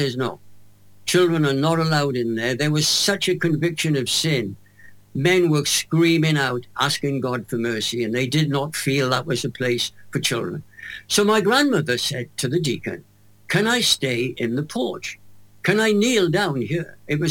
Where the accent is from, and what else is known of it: Crosskeys, Wales, United Kingdom; born or raised there